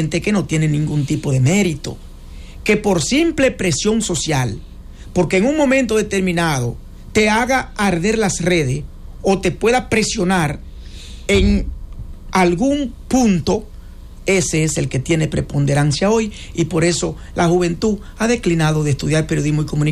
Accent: Dominican Republic

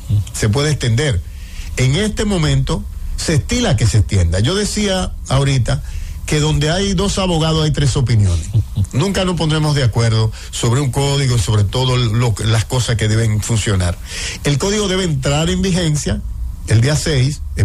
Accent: Azua, Dominican Republic; born there; moved away; mi familia es de la provincia de Azua, que nací en Azua, que tengo todavía gran parte de mi familia allí, y mi corazón y mis amigos, y soy azuano, igual que José Luis

